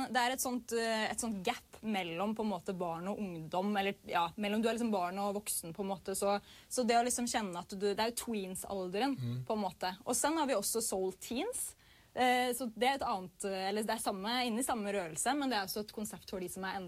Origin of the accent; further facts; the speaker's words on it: Norway; det startade ju i Norge, där jag kommer ifrån.